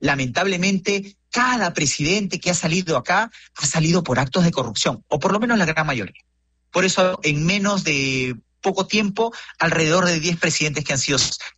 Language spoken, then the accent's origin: Spanish; Peru